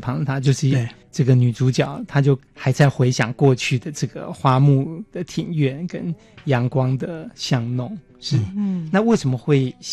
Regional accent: Taipei, Taiwan; 就是身为台北人可能很熟悉丽水街，很熟悉这样的景况

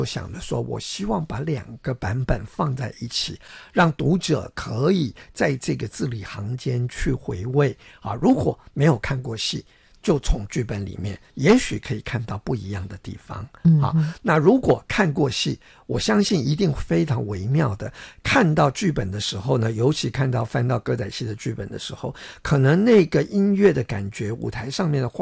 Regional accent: Taiwan; first language Taiwanese Hokkien; 我自己也是台湾人

